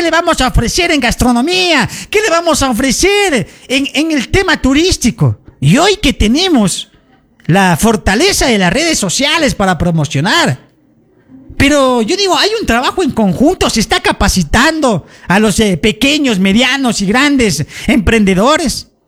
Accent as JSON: {"language": "Spanish", "region": "Zamora-Chinchipe", "country": "Ecuador"}